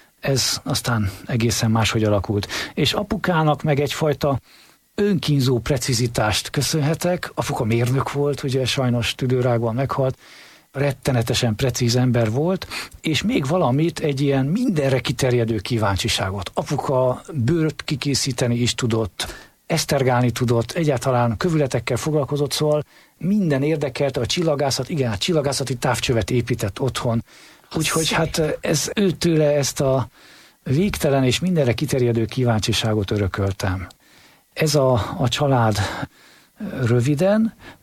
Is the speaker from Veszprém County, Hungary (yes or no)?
yes; Veszprém, Veszprém County, Hungary; Veszprémi gyerek vagyok